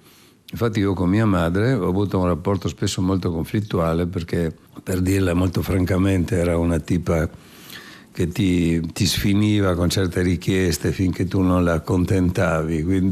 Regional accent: Trieste, Friuli-Venezia Giulia, Italy; moved away as an adult; now in Slovenia; io sono nato a Trieste, come gran parte dei triestini sono un sangue misto, orgogliosamente bastardo. Mio padre è nato in Argentina da genitori friulani emigrati e mia madre è di queste terre

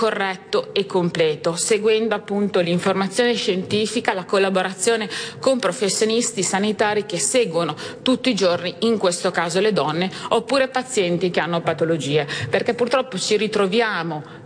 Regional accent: Piacenza, Emilia-Romagna, Italy; io sono di Piacenza

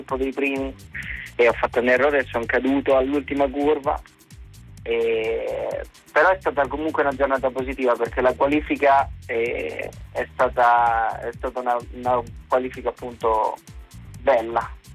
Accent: Rome, Lazio, Italy; born there; sono nato a Roma e la mia famiglia ha sempre tifato Roma

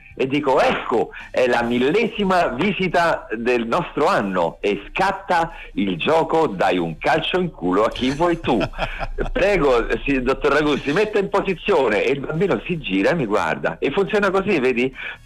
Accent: Rome, Lazio, Italy; Sono romano, sì.

